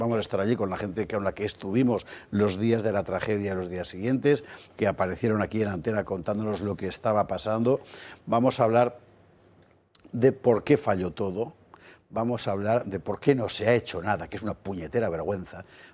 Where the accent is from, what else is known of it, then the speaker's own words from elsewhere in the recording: Valencian Community, Spain; para mí que soy valenciano